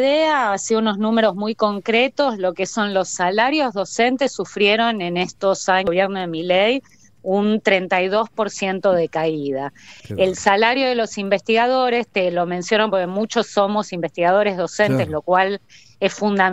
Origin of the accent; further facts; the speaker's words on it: Argentina; lo que nos llena de orgullo como argentinos